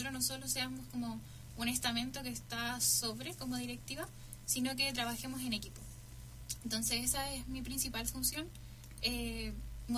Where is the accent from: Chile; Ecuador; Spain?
Chile; Chépica, O'Higgins; Soy de Chépica, la sexta región.